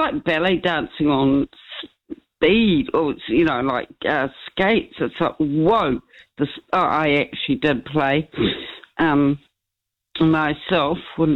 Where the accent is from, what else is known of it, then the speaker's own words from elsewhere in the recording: Ireland; So I'm like an Irish person.